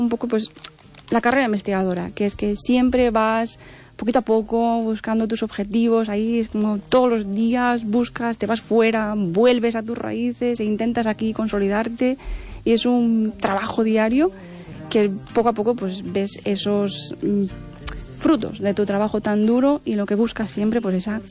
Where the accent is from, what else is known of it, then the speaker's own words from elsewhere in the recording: Vigo, Galicia, Spain; Es en la zona cerca de en Vigo, cerca del Parque de Castrelos y demás